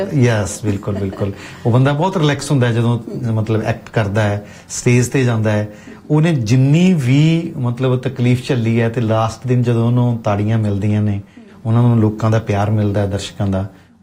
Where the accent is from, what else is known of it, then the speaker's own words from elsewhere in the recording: Himachal Pradesh, India; Punjabi is a second language; now in Ludhiana, India; ਪੰਜਾਬੀ ਮੇਰੀ ਮਾਂ ਬੋਲੀ ਨਹੀਂ ਹੈ ਉਸ ਕਿਸਮ ਦੇ ਮੈਂ ਪੰਜਾਬੀ ਸਿੱਖੀ ਹੈ ਔਰ ਇੱਕ ਬੜੀ ਖੂਬਸੂਰਤ ਘਟਨਾ ਜਿਹਨੇ ਮੈਨੂੰ ਮੇਰੀ ਜ਼ਿੰਦਗੀ ਨੂੰ ਮੋੜਿਆ ਟਰਨ ਕੀਤਾ ਹੈ ਕਿ ਮੈਂ ਲੁਧਿਆਣੇ ਇੱਕ 1987 ਦੇ ਵਿੱਚ ਮੈਂ ਪੜ੍ਹਨ ਆਇਆ ਸੀ ਹਿਮਾਚਲ ਦੇ ਵਿੱਚੋਂ ਲੁਧਿਆਣੇ